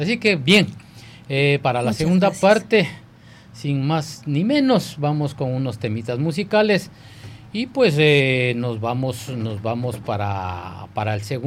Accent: Ecuador; en especial para nosotros los ecuatorianos

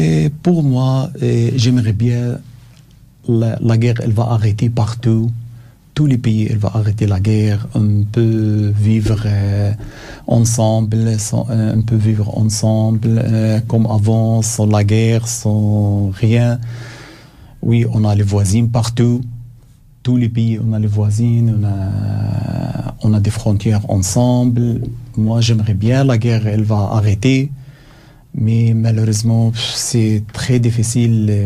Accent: Gaza Strip, Palestine; moved away as an adult; now in Belgium; je suis palestinien, je suis venu de Gaza, mes enfants jusqu'à maintenant à Gaza.

